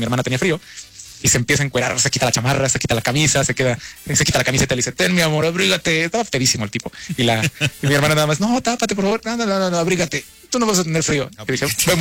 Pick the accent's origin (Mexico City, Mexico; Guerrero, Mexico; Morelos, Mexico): Morelos, Mexico; Cuautla; Todos los que somos de Cuautlita ya teníamos una tradición.